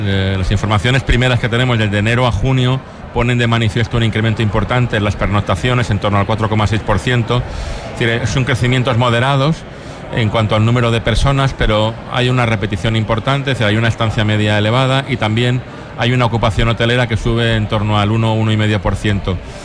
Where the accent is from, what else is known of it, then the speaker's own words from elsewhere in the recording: Málaga, Andalusia, Spain; me he presentado como un malagueño